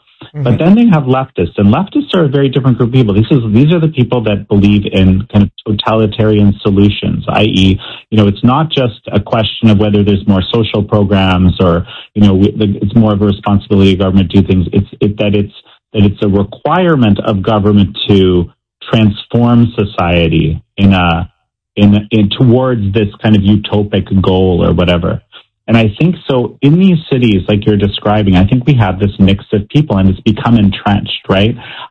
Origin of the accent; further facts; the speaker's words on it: Canada; I grew up in Canada, of all places, in the 80s, right? In the 70s and 80s. This is one of the freest societies that ever existed.